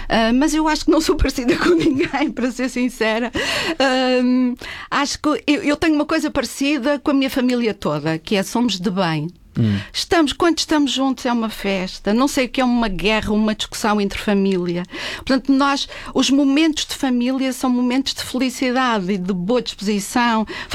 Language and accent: Portuguese; Madeira, Portugal; accent: Madeiran; moved away; Quando se sai do nosso Porto Seguro, como eu saí da Madeira e tinha tudo fácil, e cheguei aqui, era completamente, direi que... tive que começar do zero. Portanto, ninguém me conhecia. Era, no início eu tinha sotaque madeirense.